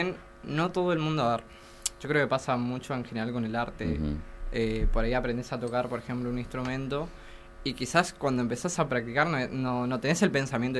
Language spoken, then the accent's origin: Spanish; Candelaria, Misiones, Argentina; Yo vengo de Candelaria, por cierto